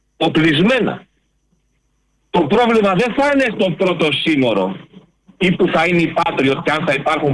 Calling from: Greece

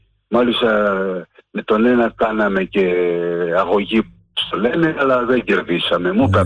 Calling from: Aigaleo, Attica, Greece; από Εγάλεο.

